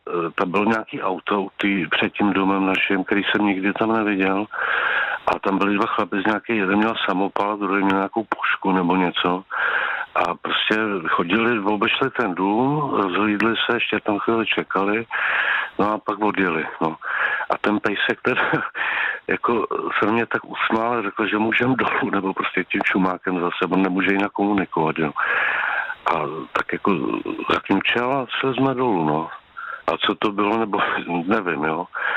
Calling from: Prague, Czechia

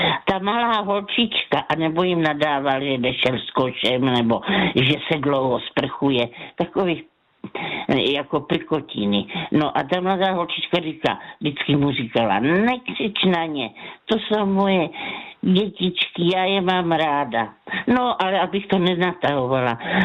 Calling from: Brno, South Moravian Region, Czechia

